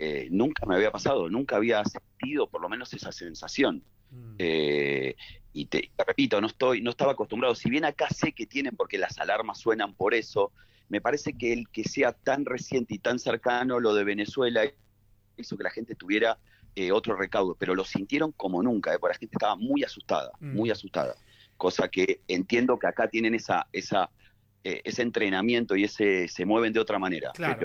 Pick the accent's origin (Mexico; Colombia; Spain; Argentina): Argentina; Buenos Aires; yo me acuerdo lo único parecido que vivimos en Buenos Aires, yo soy de Buenos Aires